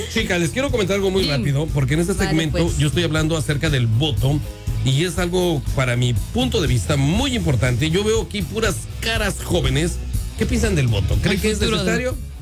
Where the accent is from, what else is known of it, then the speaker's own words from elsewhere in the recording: Puebla, Mexico; Yo soy de la maravillosa, de la tres veces heroica colonia Zaragoza, en la ciudad de Puebla.